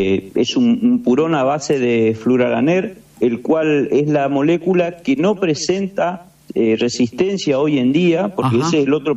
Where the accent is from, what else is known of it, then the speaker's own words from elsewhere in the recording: Corrientes, Argentina; De Corrientes, yo soy de Corrientes, acá estamos en Corrientes